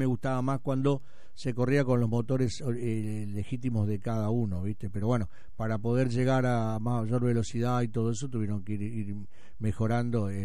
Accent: Argentina; lo vamos a vivir como siempre, como argentinos

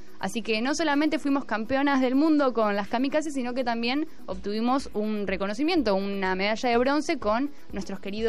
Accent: Argentina; Como sí, todo argentino.

